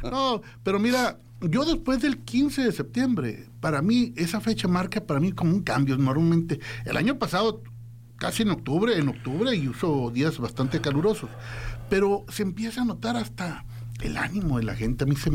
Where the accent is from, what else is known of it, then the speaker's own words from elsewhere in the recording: Mexico; esta interpretación es lo que más me representa como mexicano.